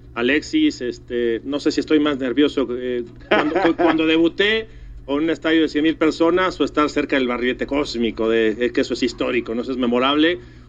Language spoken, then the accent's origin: Spanish; Mexico; nosotros como mexicanos siempre dispuestos a la ayuda